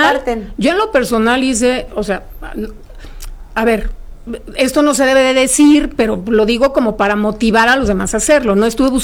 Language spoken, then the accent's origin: Spanish; Mexico; O sea, eso a mí como mexicana me llena de orgullo, ¿no?